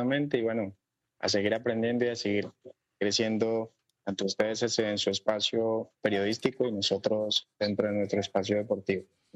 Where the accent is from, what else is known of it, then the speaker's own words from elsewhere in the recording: Nariño, Colombia; moved away; Porque yo tenía un negocio en Bocate Satín en Nariño, que es la tierra de donde soy